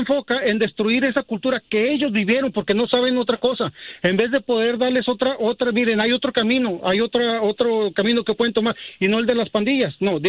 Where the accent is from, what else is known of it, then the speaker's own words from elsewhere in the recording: Mexico; yo soy mexicano, pero mi esposa es del Salvador.